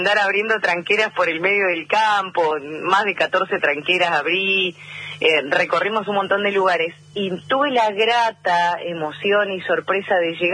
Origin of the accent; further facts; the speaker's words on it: Trelew, Chubut, Argentina; born there; Trelew, Chubut, nací yo. Mi papá estaba alrededor de 200 kilómetros, ruta 3 al sur.